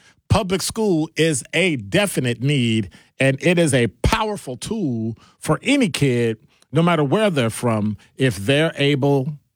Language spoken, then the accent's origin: English; Chicago, Illinois, United States; maybe I grew up and I was, you know, awestruck or something, just growing up in Chicago.